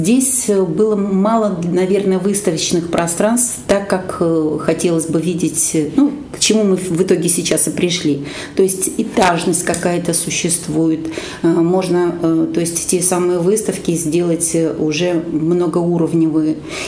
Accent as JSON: {"language": "Russian", "area": "Novye Eltsy", "region": "Tver Oblast", "country": "Russia", "tie": "born or raised there", "said": "Родилась я в Новой Ельце. Это усадьба Толстых, недалеко от города Осташково."}